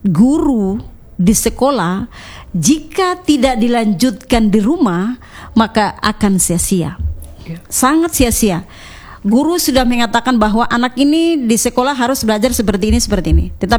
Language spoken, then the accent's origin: Indonesian; North Maluku, Indonesia; Kan budaya kita ya, orang Maluku Utara